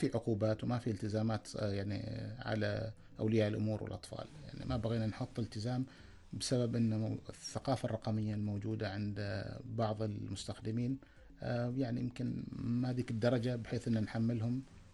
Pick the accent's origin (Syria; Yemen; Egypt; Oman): Oman; عندنا في عمان هنا